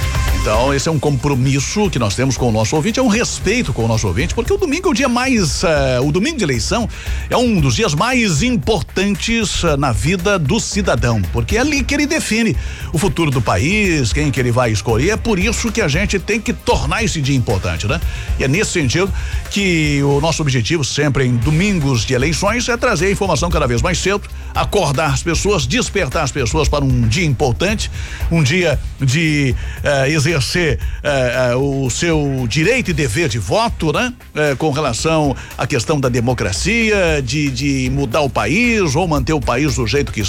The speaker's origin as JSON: {"language": "Portuguese", "country": "Brazil", "said": "A nossa consciência política como brasileiro"}